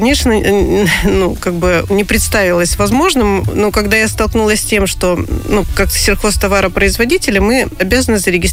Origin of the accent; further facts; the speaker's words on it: Siberia, Russia; moved away as an adult; also born or lived in Novosibirsk; now in Anapa, Russia; мы сами из Сибири.